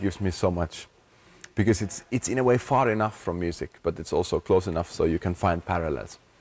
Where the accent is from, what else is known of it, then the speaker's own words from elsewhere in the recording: Finland; Of course, Finland is still my home country.